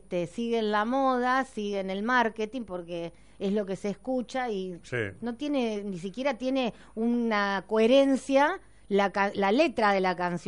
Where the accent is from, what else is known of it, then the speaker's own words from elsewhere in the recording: Argentina; Somos más argentinos, capaz.